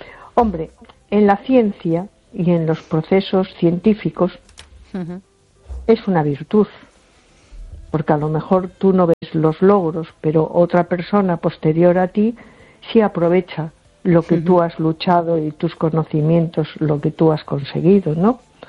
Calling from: A Coruña, Galicia, Spain; de Coruña.

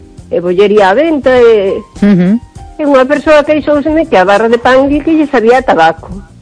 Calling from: O Carballiño, Galicia, Spain; de Carballiño.

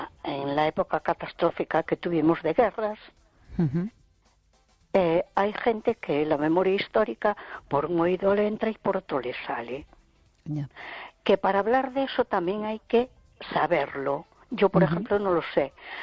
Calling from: A Coruña, Galicia, Spain; de Coruña.

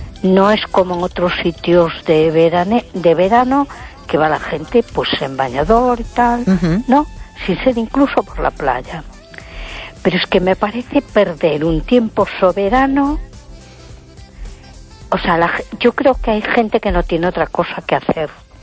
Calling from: A Coruña, Galicia, Spain; de Coruña.

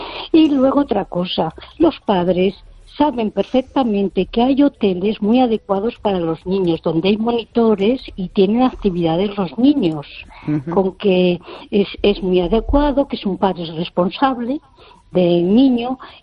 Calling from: Ourense, Galicia, Spain; Desde Orense.

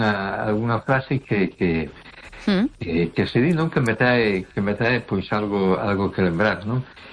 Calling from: A Coruña, Galicia, Spain; … de Coruña, ¿qué tal?

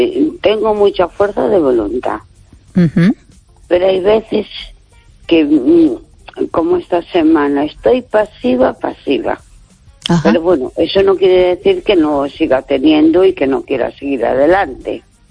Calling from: A Coruña, Galicia, Spain; de Coruña.

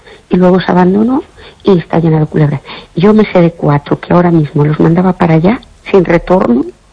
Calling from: Fene, Galicia, Spain

